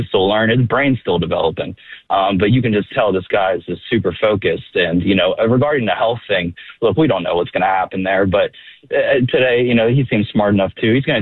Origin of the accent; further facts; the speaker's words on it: Pennsylvania, United States; I'm from Western PA. They call it the cradle of quarterbacks in the United States.